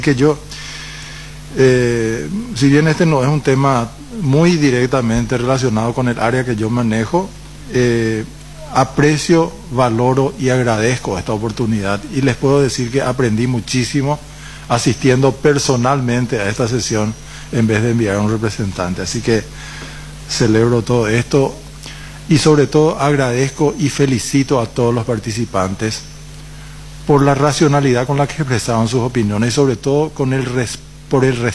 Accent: Paraguay; yo aprecio mucho como paraguayo eso

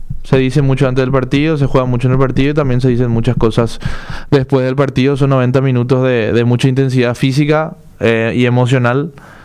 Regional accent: Paraguay; como paraguayos y como muchos sudamericanos también

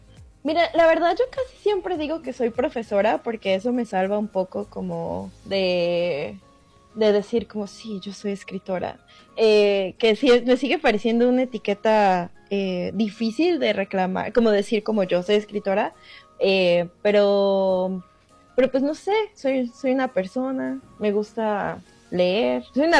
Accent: Guadalajara, Jalisco, Mexico; moved away as an adult; also born or lived in Houston; now in Virginia, United States; a mí a cada rato me dicen que no parezco de Guadalajara. Me dicen como, no, ¿en serio tú eres de Guadalajara? Y yo, sí, hombre

